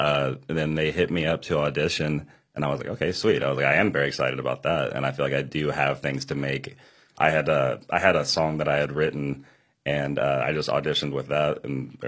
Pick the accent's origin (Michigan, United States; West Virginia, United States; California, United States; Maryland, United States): West Virginia, United States; Huntington; three out of five of us are living in Charleston, and then I'm from Huntington.